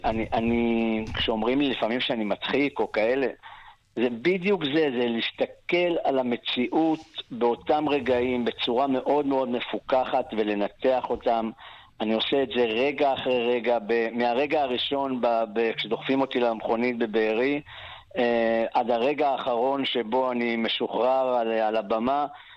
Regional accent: Be'eri, Southern District, Israel; גדלתי במקום כמו בערי, בדפוס בערי, שהיינו ארגון לומד.

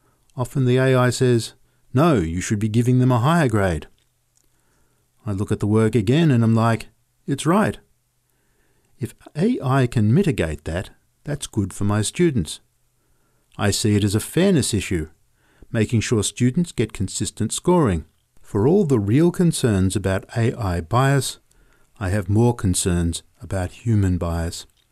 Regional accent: Brazil; moved away as an adult; now in United States; I'm from Brazil and came to the US for my PhD. I didn't have a computer of my own until I was 19

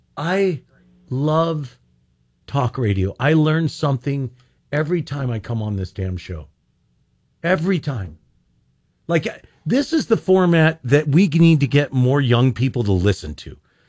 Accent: Kentucky, United States; I'm from Kentucky, and I always felt there was some weird thing that everyone from Kentucky loved

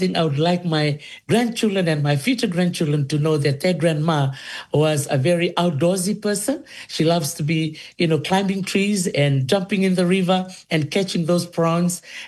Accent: Naitasiri Province, Central Division, Fiji; also born or lived in Kadavu; my life growing up as a young girl in Dholisuva village in the province of Netasiri. That's where I was raised. Even though I'm originally from Kandavu

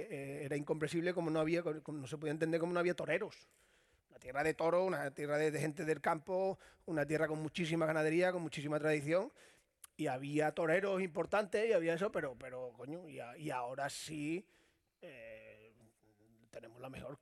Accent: Extremadura, Spain; born there; somos extremeños y hemos nacido en Extremadura

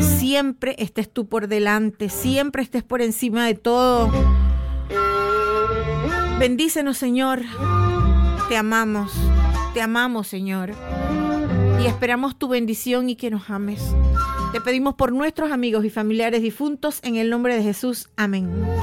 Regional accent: Monagrillo, Herrera, Panama; a toda mi familia en Monagrillo, a mi gente hermosa de Monagrillo, de mi tierrita preciosa.

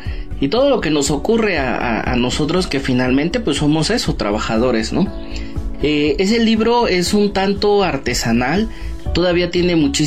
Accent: Mexico; nosotros como mexicanos

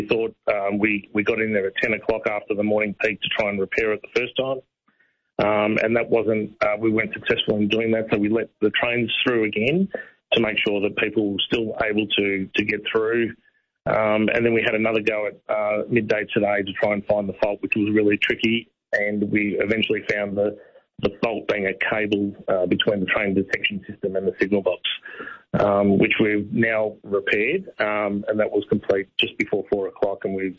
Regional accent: Geelong, Victoria, Australia; including myself, that I come from Geelong.

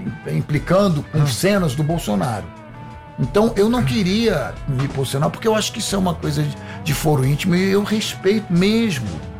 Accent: Rio de Janeiro, Brazil; Eu sou carioca.

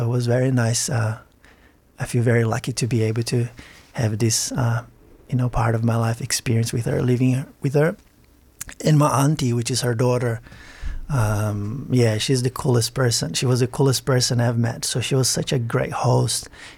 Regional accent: Brazil; born or raised there; now in Australia

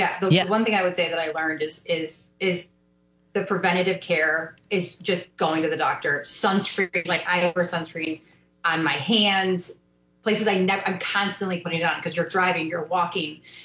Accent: Crystal Lake, Illinois, United States; I grew up in Crystal Lake, so I grew up in a lake town

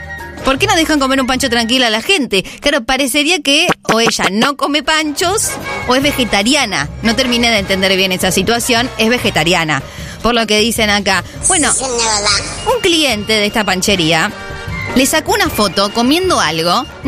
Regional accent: Argentina; Pero bueno, así somos los argentinos de apasionados.

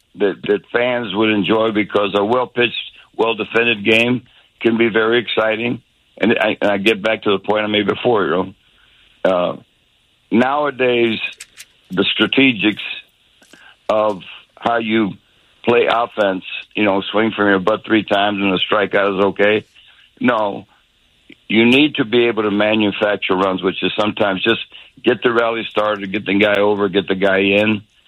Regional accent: Tampa, Florida, United States; when I was born and raised in Tampa, Florida, my dad, my family, you know, it was all about baseball.

